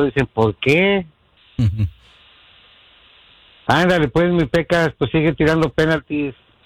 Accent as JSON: {"language": "Spanish", "region": "Mexico City", "country": "Mexico", "tie": "born there", "said": "yo nací en el DF."}